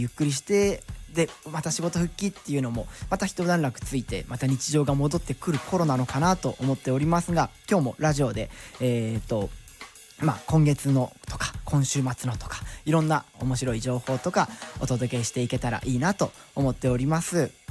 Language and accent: Japanese; Sendai, Miyagi, Japan; 僕地元の仙台の方では仙台国際ハーフマラソンもあったということで、